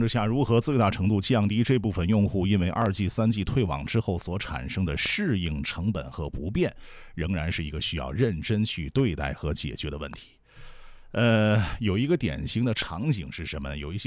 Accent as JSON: {"language": "Chinese", "country": "China", "said": "因为我们中国人口太多了"}